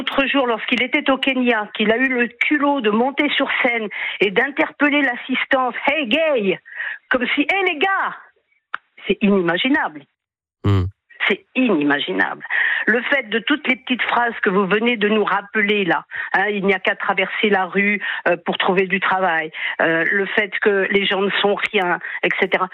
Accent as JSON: {"language": "French", "town": "Chalon-sur-Saône", "region": "Bourgogne-Franche-Comté", "country": "France", "said": "Moi, je suis de Chalon-sur-Saône avec Gilles Lapraie."}